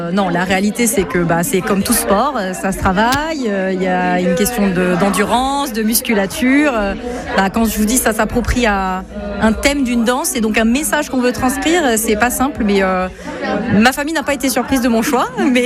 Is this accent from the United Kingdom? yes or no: no; French Guiana; Même si je suis pas du tout de culture polynésienne ni tahitienne, je suis de Guyane.